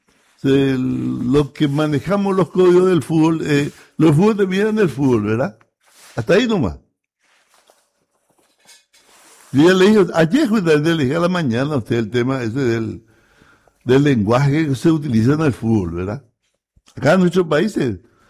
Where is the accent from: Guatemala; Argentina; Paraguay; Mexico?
Paraguay; Porque somos paraguayos